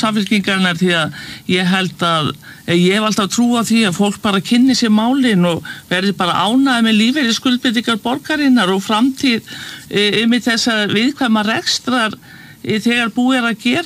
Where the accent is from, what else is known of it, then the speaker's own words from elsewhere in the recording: Reykjavík, Capital Region, Iceland; en ég hef aldrei skilið það sem Breiðhyltingur.